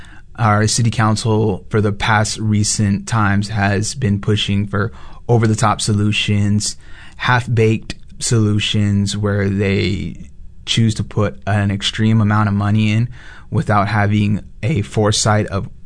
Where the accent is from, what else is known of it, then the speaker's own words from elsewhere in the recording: San Antonio, Texas, United States; now in Corpus Christi, United States; I'm from San Antonio, Texas